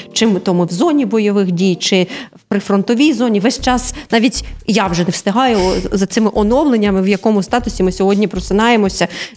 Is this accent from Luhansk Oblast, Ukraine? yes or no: no; Donetsk Oblast, Ukraine; я родом з Донеччини